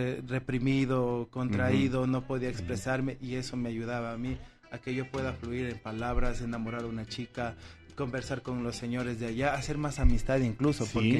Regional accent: Santo Domingo, Santo Domingo de los Tsáchilas, Ecuador; Yo soy de Santo Domingo.

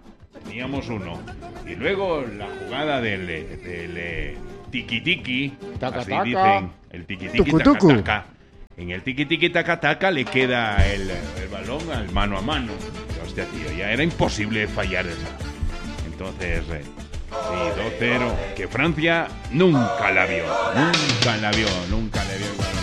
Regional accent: Spain; Y bueno, uno como español, uno piensa siempre en que la fiesta debería continuar.

